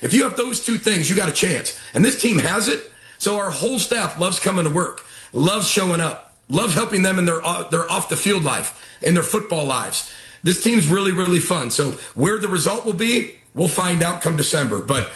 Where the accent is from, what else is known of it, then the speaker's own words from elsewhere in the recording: Midwest, United States; I mean, I love the Big Ten. I grew up in the Midwest. I've been a Big Ten fan forever.